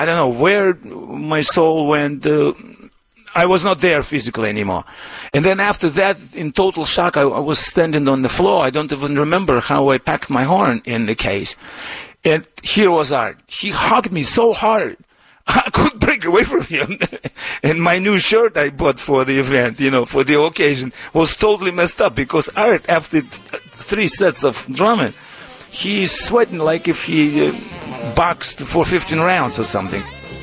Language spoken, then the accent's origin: English; Moscow, Russia; English is a second language; moved away as an adult; now in United States; my home country of Soviet Union then, but I still consider it Russia, to America, where I came to in 73. I escaped from then Soviet Union